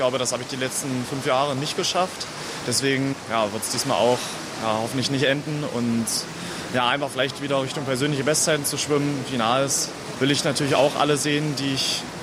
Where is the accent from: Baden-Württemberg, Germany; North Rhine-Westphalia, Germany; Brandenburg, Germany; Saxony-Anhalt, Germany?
Saxony-Anhalt, Germany; Magdeburg; Klar, Magdeburg ist meine Heimat, da ist man eigentlich immer am liebsten, aber es ist auch mal schön, was Neues zu sehen.